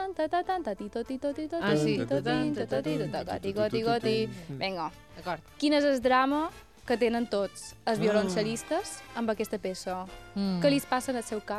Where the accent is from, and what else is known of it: Sant Jordi, Balearic Islands, Spain